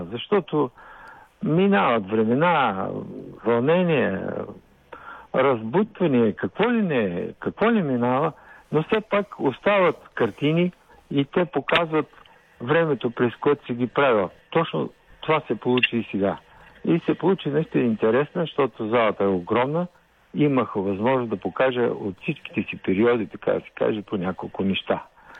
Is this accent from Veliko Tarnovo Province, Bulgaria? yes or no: no; Plovdiv, Plovdiv Province, Bulgaria; я занесех в Пловдив, понеже съм пловдивчанин, да участвам в тамошната изложба на пловдивските художници.